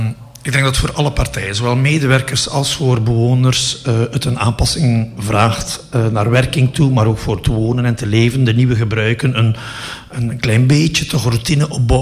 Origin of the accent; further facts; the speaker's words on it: Bruges, Flanders, Belgium; also born or lived in Lendelede / Wingene; ik ben een Bruggeling